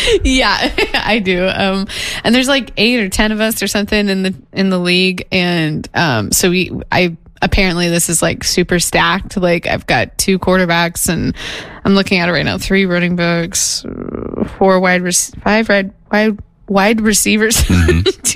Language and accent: English; Indiana, United States; I grew up in Indiana.